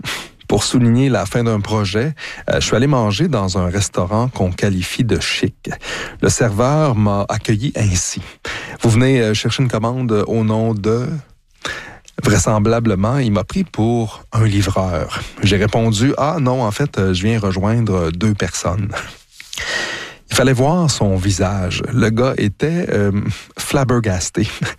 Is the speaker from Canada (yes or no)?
yes; Quebec, Canada; accent: Québécois; les agents n'auraient pas compris mon accent québécois